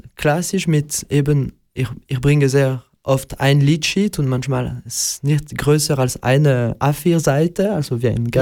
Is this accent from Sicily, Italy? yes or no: yes; Sicily, Italy; ich bin ja Italiener und war auch aus Sizilien.